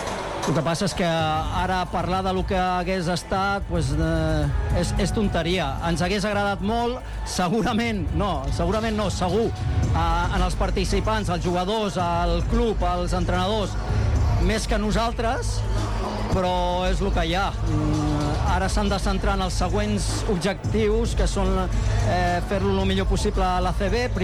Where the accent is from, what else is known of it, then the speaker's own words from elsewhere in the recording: Badalona, Catalonia, Spain; sóc de Badalona i sóc del Joventut de Badalona